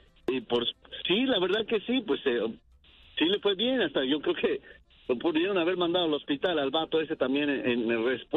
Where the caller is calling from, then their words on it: Phoenix, Arizona, United States; De aquí de Phoenix, Arizona.